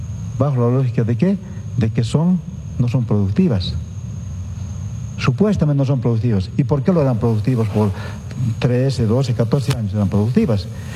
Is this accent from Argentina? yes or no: no; Bolivia